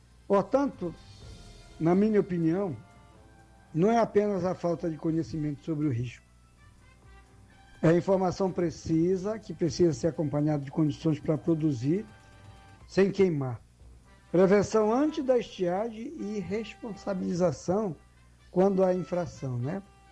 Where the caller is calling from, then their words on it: Pará, Brazil; Aqui pela região do Baixo Amazonas, oeste do Pará, né?